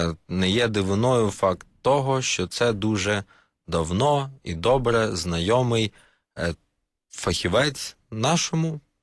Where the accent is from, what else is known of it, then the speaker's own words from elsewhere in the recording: Kyiv, Ukraine; ми ж все одно, як кияни, платимо за цей проїзд